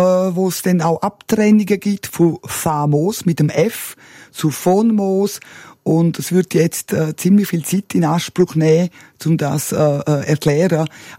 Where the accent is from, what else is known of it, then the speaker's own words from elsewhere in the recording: Martina, Graubünden, Switzerland; Martin war ein Grenzort. Wir sind ja im Hotel aufgewachsen, nebenzu ein Kiosk und eine Tankstelle, ein Familienbetrieb, ein klassischer Familienbetrieb.